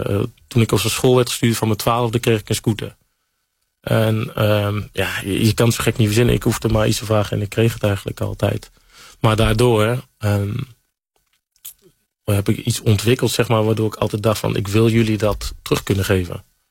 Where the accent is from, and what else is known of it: Utrecht, Netherlands; born or raised there